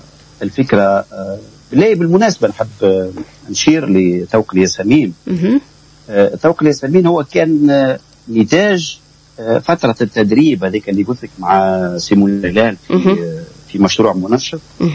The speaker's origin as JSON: {"language": "Arabic", "region": "southern Tunisia", "country": "Tunisia", "said": "عندنا في الجنوب"}